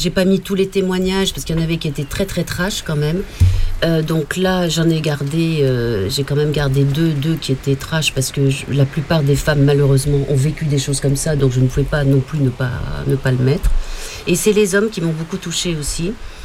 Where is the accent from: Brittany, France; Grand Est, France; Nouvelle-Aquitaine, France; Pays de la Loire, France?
Nouvelle-Aquitaine, France; Tulle; Moi, je viens de Tulle, en Corrèze